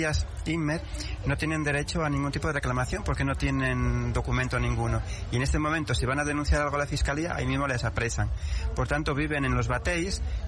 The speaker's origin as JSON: {"language": "Spanish", "country": "Dominican Republic", "said": "me considero que soy dominicana"}